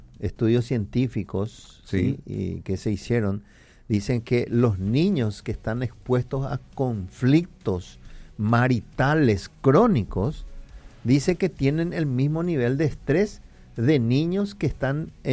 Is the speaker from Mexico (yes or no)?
no; Cuba; Que yo soy cubano, chicos.